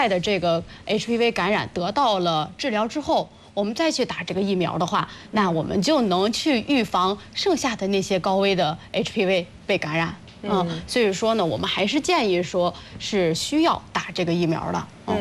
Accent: China; 像我们中国人除了16、18，其实52、58也是中国女性特别容易高发的

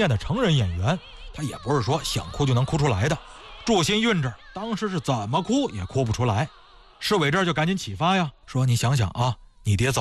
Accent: Tangshan, Hebei, China; moved away; 我老家呢是唐山农村的，你看我们小时候呢偶尔啊有这个城市的亲戚也是小孩就来串亲戚了

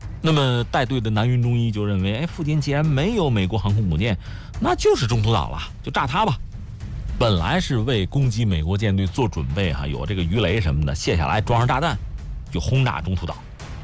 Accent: China

